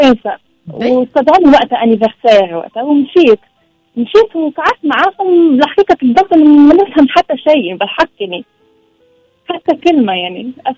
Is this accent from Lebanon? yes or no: yes; Lebanon; accent: Lebanese; now in France; لبنانية نسكن بفرنسا نخدم زوجي تونسي.